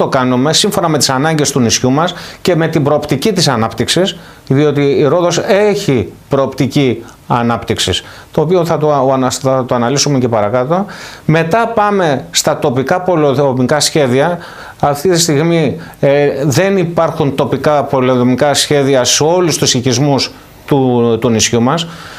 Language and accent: Greek; Rhodes, South Aegean, Greece; Σαν Ροδίτης